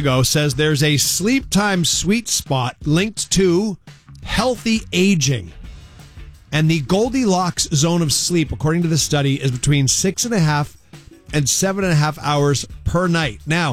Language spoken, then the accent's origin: English; Natick, Massachusetts, United States; I was born in Natick, Mass.